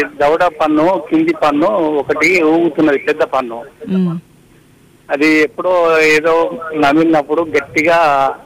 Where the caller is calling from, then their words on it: Warangal, Telangana, India; నేను వరంగల్ నుండి మాట్లాడుతున్నాను.